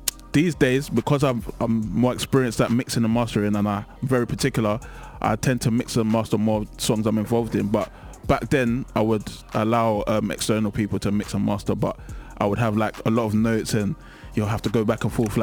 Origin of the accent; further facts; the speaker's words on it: London, United Kingdom; I'm from South London, Mash is from South London, same area as me, New Cross.